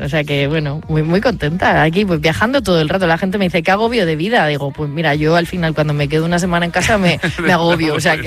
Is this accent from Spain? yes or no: yes; Murcia, Region of Murcia, Spain; moved away; also born or lived in Madrid; en mi Murcia querida